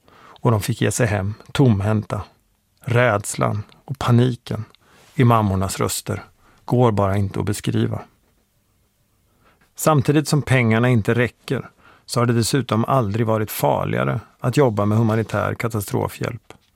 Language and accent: Swedish; Borensberg, Östergötland, Sweden; moved away; hemma i Borensberg utanför Motala där jag växte upp.